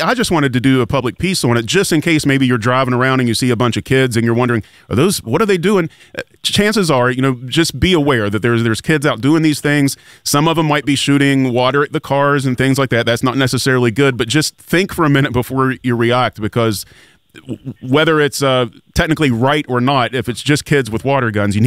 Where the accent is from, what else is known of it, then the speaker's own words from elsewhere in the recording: St. Albans, West Virginia, United States; I'm in my 50s, and when I grew up in Coal River and St. Albans, I had a little creek that was overgrown.